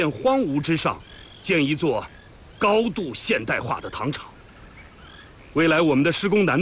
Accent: Guangxi, China; 我们广西人都是实干派

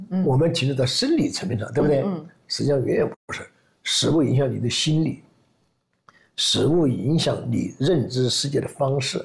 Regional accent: China; 我们中国人有意识吃点西方的产品

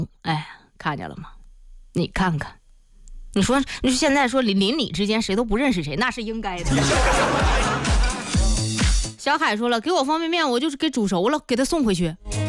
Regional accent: Zhengding, Hebei, China; 你像我们正定啊，说起来就是今儿什么呀，吃方便吧。哎，方便。

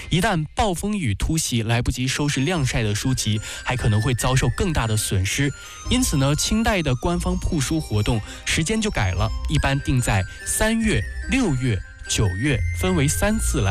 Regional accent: China; 我们中国人书展的历史真的是非常的悠久

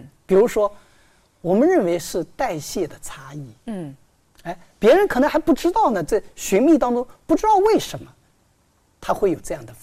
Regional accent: Zhejiang, China; 我浙江的。

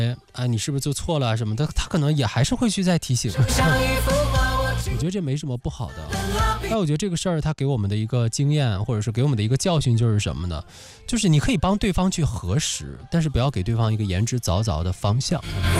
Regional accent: China

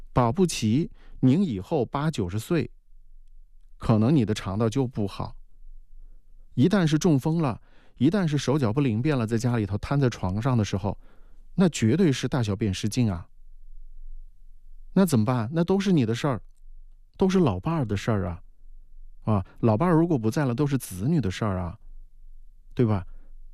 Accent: China; 我们中国人

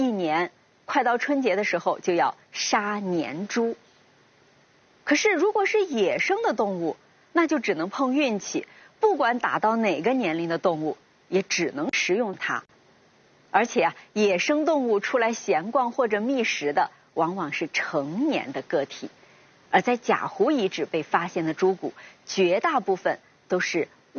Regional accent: China; 我们中国人

